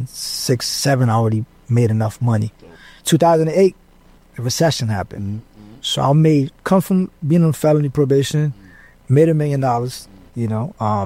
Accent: Jersey City, New Jersey, United States; moved away as an adult; now in Atlanta, United States; I'm from Jersey City, mainly.

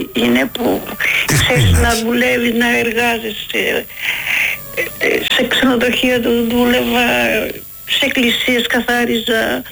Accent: Sifnos, South Aegean, Greece; also born or lived in Athens; από τη Σύφνο. Δεν μ' άρεσε η Αθήνα, δεν μ' άρεσε.

